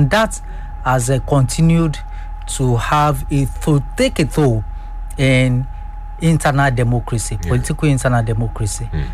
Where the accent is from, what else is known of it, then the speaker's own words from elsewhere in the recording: Nigeria; as a Nigerian